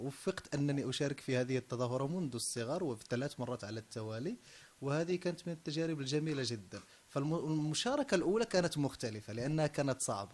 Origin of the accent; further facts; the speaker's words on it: Morocco; وأنا ذهبت ألبس لباس مغربي